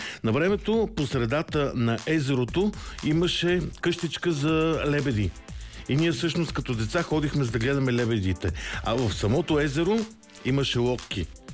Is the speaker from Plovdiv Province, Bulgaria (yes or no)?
yes; Plovdiv, Plovdiv Province, Bulgaria; now in Sofia, Bulgaria; живея в момента и в София. Но ако ме попиташ, аз съм пловдивчанин. И то от всякъде.